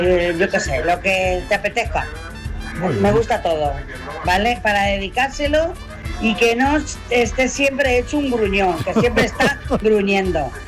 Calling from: Yecla, Region of Murcia, Spain

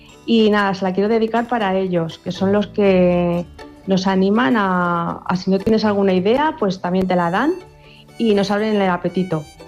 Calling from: Utiel, Valencian Community, Spain

